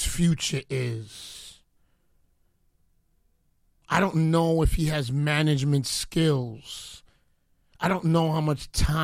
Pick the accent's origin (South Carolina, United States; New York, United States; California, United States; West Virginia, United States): New York, United States; Bronx; I'm a Leo. I'm from the Bronx. I go at you, and I'm Jamaican.